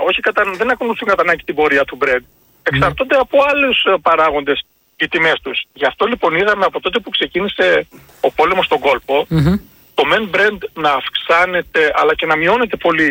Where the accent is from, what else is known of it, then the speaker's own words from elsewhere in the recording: Serres, Central Macedonia, Greece; Εγώ είμαι από τις Σέρρες, δηλαδή εκεί που να χρειάζεται 2-3.000 λίτρα.